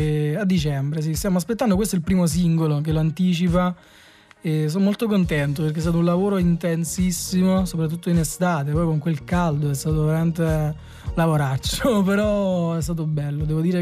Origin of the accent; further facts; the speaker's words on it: Bellizze, Campania, Italy; delle mie parti.